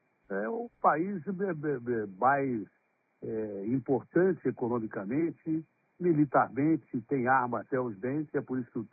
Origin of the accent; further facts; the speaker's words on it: Ribeirão Preto, São Paulo, Brazil; O Alckmin é um cara do interior, tranquilo, caipirão que nem eu, ele é de Pinda, eu sou de Ribeirão Preto.